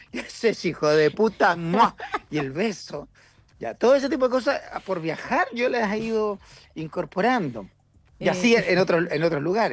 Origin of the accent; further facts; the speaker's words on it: southern Chile, Chile; yo más encima soy